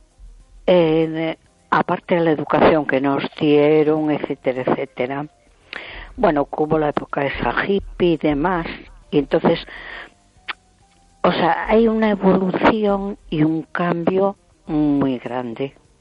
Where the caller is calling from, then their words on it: A Coruña, Galicia, Spain; de Coruña.